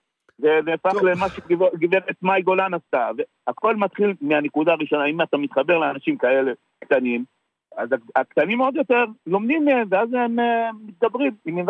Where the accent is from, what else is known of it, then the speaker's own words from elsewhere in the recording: Tel Aviv, Tel Aviv District, Israel; now in Yavne, Israel; אני גדלתי בשכונת התקווה. לא של היום.